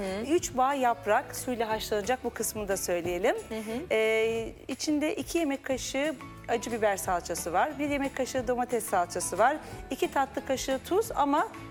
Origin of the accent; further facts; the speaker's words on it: Istanbul, Turkey; Yok, burada İstanbul'da doğduk.